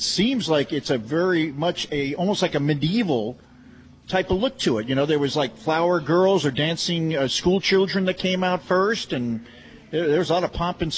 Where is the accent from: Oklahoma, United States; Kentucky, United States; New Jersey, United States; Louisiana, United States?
New Jersey, United States; I they didn't say anything because I'm from New Jersey and I'm learning stuff